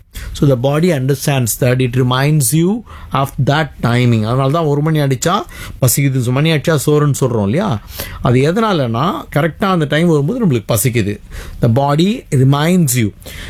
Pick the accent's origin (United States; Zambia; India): India; Let us say you're all Indian, you know, here. So there is a responsibility as an Indian that we need to do it.